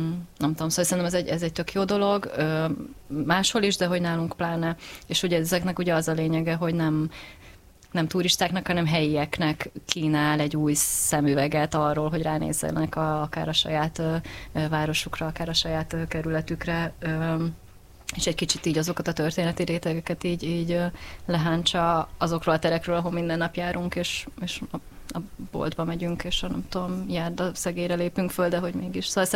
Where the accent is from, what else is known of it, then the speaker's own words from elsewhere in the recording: Budapest, Hungary; zuglói vagyok